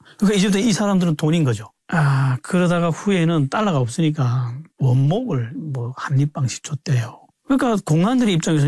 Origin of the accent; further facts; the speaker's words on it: North Korea; moved away; also born or lived in Yanbian, China; 제가 북한에서 온거 알게 됐어요.